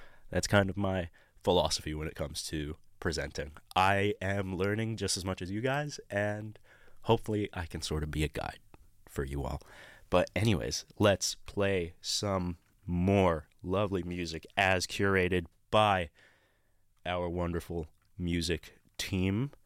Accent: Egypt; now in Australia; I've been here for 5 years and I had never heard that before. I'm coming from Egypt where it's just constant dry heat

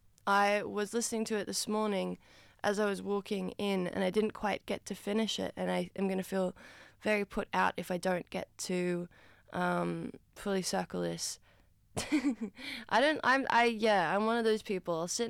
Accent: New South Wales, Australia; now in Sydney, Australia; I also live on unceded Wangal land. I grew up on Awabakal land.

